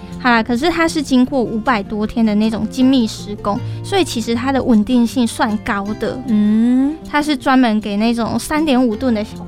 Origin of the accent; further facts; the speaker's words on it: central Taiwan, Taiwan; 我是中部人